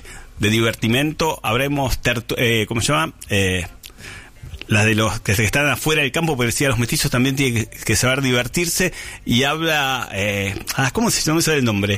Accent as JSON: {"language": "Spanish", "town": "Mar del Plata", "region": "Buenos Aires Province", "country": "Argentina", "tie": "born or raised there", "said": "Pasé mi adolescencia en Mar del Plata en Sobremonte."}